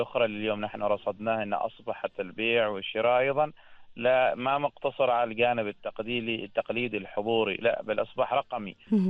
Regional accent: Oman; now in Nizwa, Oman; بلدنا عمان مزيج من الثقافة ومزيج من الظواهر الاجتماعية المختلفة

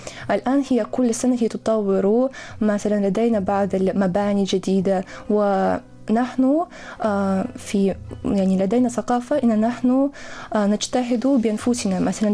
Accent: Russia; Arabic is a second language; أنا ترعرعت في العائلة المسلمية في قرية اسمها الأذان، وأعتقد أصله حتى أصم الاسم من لغة عربية، لأن فيها في هذه القرية في وسط روسيا حوالي 12 مسجد

